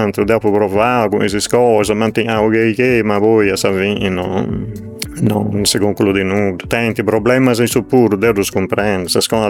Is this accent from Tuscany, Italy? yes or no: no; Sardinia, Italy; Poi, no, so sardo, se un testardo puro